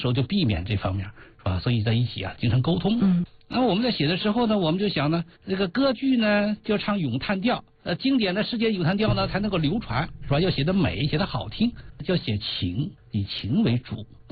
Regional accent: China; 我们中国人

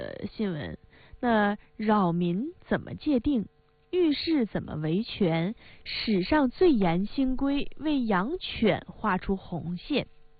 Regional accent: Northeast China, China; 我们东北话说犄角旮旯

